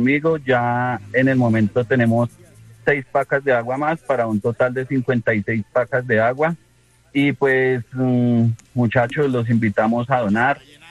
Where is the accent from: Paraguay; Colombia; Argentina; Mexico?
Colombia; Bogotá; Con mi esposa y con mis hijos hicimos un video para convocar la gente de Bosa. Yo soy del sector de Bosa.